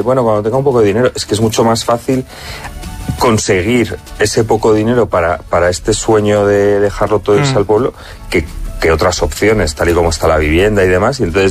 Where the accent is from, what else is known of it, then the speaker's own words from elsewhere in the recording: Castile and León, Spain; Pero estuve en mi pueblo, el típico pueblo español, en la provincia de Zamora